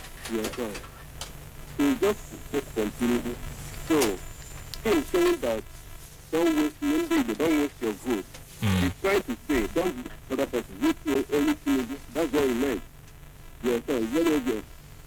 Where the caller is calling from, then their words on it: Oka, Nigeria; I'm calling from Oka.